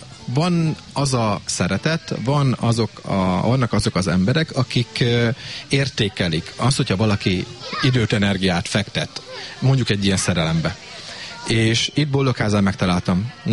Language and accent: Hungarian; Jász-Nagykun-Szolnok, Hungary; moved away as an adult; now in Jászboldogháza, Hungary; kisgyerekkorban én Kishuszonáson nőttem fel, tehát én itt Boldogházban szokták mondani, hogy gyükment vagyok, már 16 éve itt élek.